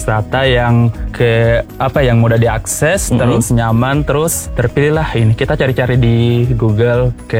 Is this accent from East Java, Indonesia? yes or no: no; Maros, South Sulawesi, Indonesia; Asal dari Maros.